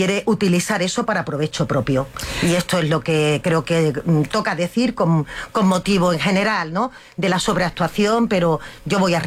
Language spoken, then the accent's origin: Spanish; Andalusia, Spain; la visión del sur que traemos las personas que somos de Andalucía